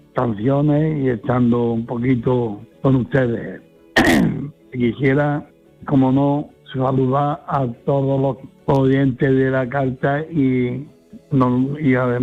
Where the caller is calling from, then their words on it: Padul, Andalusia, Spain; Buenas, Manolo Gordo. … de Padul.